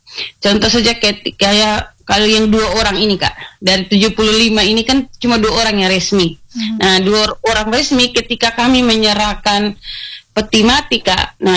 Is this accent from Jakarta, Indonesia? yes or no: no; Flores, East Nusa Tenggara, Indonesia; kita orang Flores